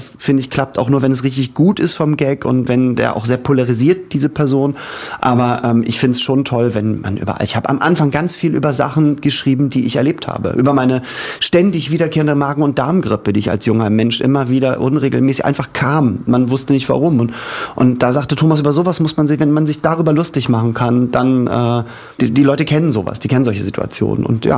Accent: Hamburg, Germany; born there; Ja, ich bin Hamburger, geborener Hamburger.

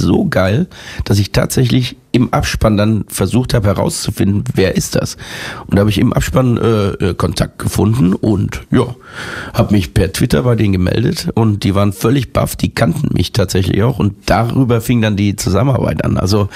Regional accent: Germany; Wenn ich als Deutscher englische Texte schreibe, dann empfinde ich das immer, dann hört man, dass das irgendwie so ein Deutscher geschrieben hat.

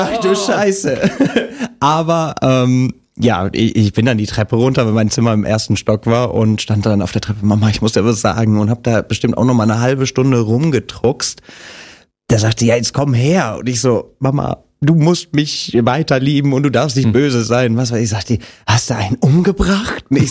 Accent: Bavaria, Germany; born there; also born or lived in Miltenberg, Bavaria; Also wir sind dann irgendwann, als ich in die vierte Klasse kam, glaube ich, Richtung Aschaffenburg gezogen. Mhm. Und auch da haben wir im kleinen Dorf gewohnt. Also das waren nie mehr als 500 Menschen, mit denen ich irgendwie in einem Dorf gewohnt habe. Also alles sehr, sehr dörflich und klein.

